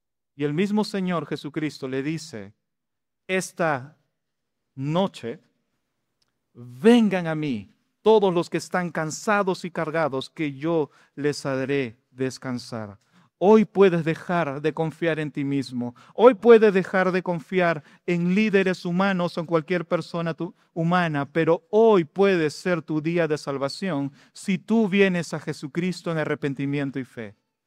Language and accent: Spanish; Peru